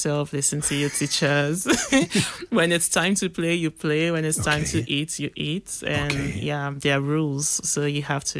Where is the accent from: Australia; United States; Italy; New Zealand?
Italy; English is a second language; also born or lived in Benin City, Nigeria; I'm from Nigeria. I was born in Nigeria, Benin City, Edo State. And I grew up a bit in Italy.